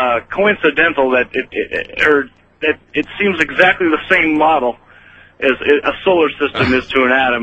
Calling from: Fort Benton, Montana, United States; I'm in Fort Benton, Montana.

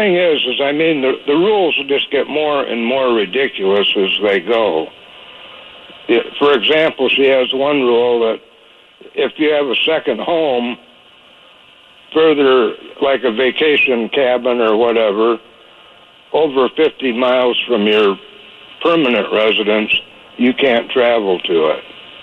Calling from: Michigan, United States; here in Michigan

